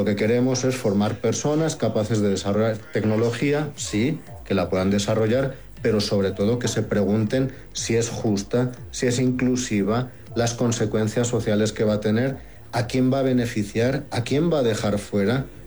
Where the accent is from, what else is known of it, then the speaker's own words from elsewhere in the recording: Borja, Aragon, Spain; now in Mexico; en Borja, en mi tierra natal, en España.